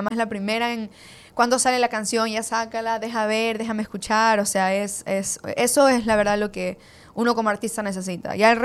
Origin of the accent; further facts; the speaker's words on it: Ecuador; nosotros mismos como ecuatorianos